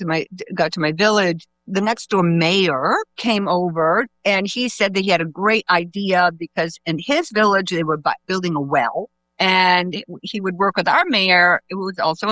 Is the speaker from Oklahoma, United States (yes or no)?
no; Maine, United States; Because growing up in Maine, I knew one African-American family.